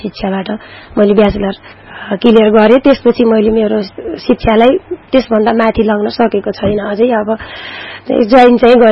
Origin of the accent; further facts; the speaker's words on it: Lumbini Province, Nepal; मेरो माइती प्युठान जिल्लामा पर्छ, रन्दी अहिलेको मान्डवी गाउँपालिका 5 तिग्रामा पर्छ, र मेरो बाल्यकाल भनौँ भने मेरो 7 कक्षासम्म पढ्दा त मेरो एकदम राम्रो नै भयो